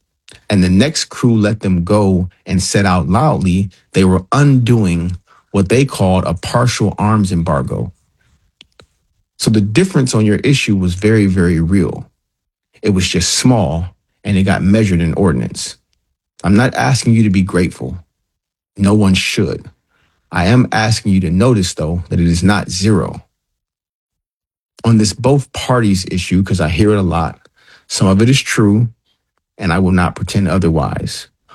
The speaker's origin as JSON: {"language": "English", "town": "Detroit", "region": "Michigan", "country": "United States", "said": "your state, my state, I'm from Detroit"}